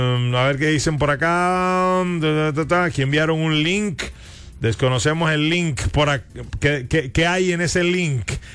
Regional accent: Colombia; ¿O usted cree que a uno como colombiano lo tratan chévere en otro país así porque sí?

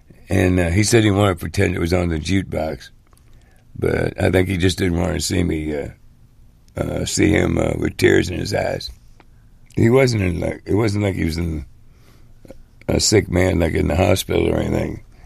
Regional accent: Maywood, Illinois, United States; I was 10 miles directly from the lakefront That's how close Maywood was to the edge of Chicago. We grew up on Madison Avenue, which is the dividing line between North Chicago and North Side and the South Side.

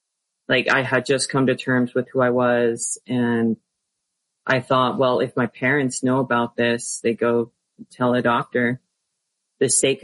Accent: Texas, United States; I'm from Texas. I moved to Texas when I was not even 2 years old. So I've lived here basically all of my life

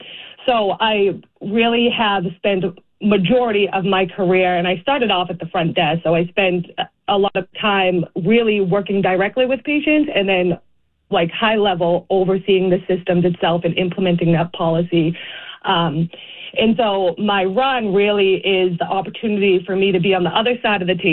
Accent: Boston, Massachusetts, United States; accent: Boston; moved away as an adult; now in Providence, United States; I grew up, and you might be able to tell by my accent, but I grew up in Boston, in Dorchester.

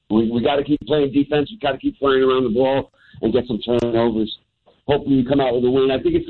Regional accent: Connecticut, United States; now in Las Vegas, United States; I grew up in Connecticut, a Raider fan.

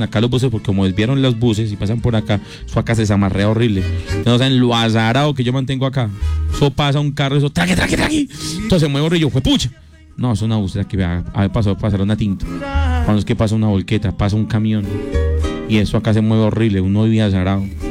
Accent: Pereira, Risaralda, Colombia; yo soy de Pereira

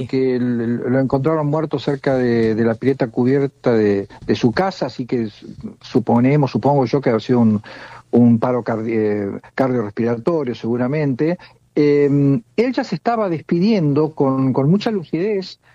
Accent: La Plata, Buenos Aires Province, Argentina; Y quienes somos platenses, y como te decía al principio de la nota, los escuchamos desde el comienzo, recordamos esos encuentros en el Teatro Lozano, acá

